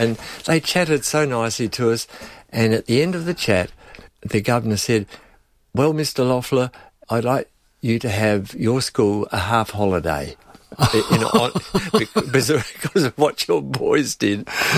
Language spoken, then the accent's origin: English; Kapunda, South Australia, Australia; born there; Yes, we're country people. Yeah, I was born in Kapunda.